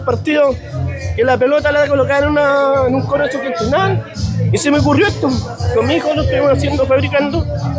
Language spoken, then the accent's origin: Spanish; Angol, Araucanía, Chile; Yo soy de Angol.